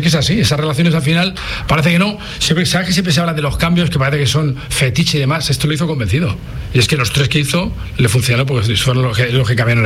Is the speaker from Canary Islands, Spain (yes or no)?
no; Pamplona, Navarre, Spain; Claro, yo soy navarro, soy de Pamplona